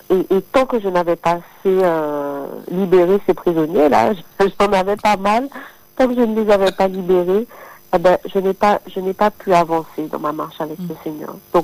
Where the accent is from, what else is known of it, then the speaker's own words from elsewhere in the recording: Guadeloupe, France; puisque j'ai grandi en Guadeloupe